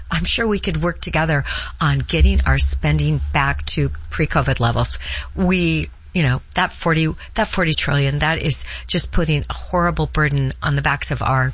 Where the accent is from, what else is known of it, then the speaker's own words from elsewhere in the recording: Heppner, Oregon, United States; I grew up when we actually had 300 more lumber mills in the state. I was from Heppner. We had the Kinzu Mill.